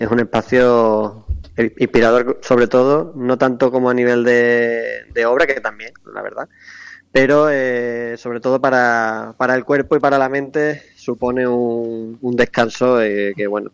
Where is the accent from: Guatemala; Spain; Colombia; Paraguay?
Spain; Los Corrales, Andalusia; also born or lived in Osuna / Seville / Barcelona / Paris; now in Aracena, Spain; soy de Los Corrales, ahí a poquitos kilómetros de Osuna. Uh-huh. Aunque hice el bachillerato, de hecho, en Osuna también. Luego me mudé a Sevilla y seguidamente en Barcelona. También he estado casi 3 años en París. Y me mudé hace poco de nuevo a Aracena, donde vivo